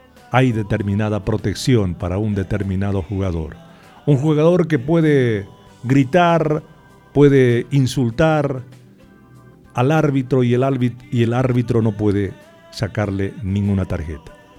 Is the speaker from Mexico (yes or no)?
no; Bolivia; Aquí en nuestro país